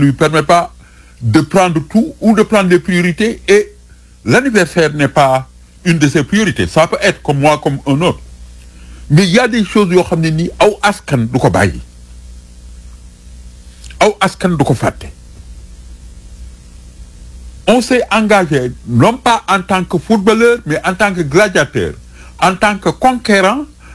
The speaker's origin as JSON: {"language": "French", "country": "Senegal", "said": "Tout ce qui peut faire te donner une fierté permettant de dire que je suis sénégalais et je revendique ma sénégalité"}